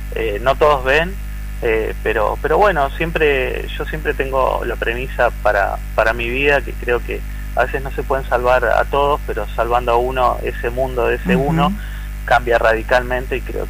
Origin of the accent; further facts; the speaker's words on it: Neuquén, Argentina; moved away as an adult; also born or lived in Mendoza / Buenos Aires; yo soy de Neuquén, me fui a estudiar a Mendoza, viví en Capital mucho tiempo y hace seis años decidí pegar la vuelta, como todos los neuquinos que nos vamos a estudiar a otro lado, y rionegrinos también.